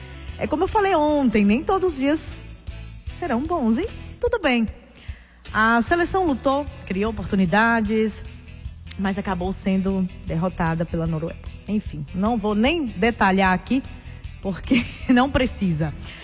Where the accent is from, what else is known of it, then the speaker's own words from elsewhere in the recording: Brazil; Nós somos brasileiros.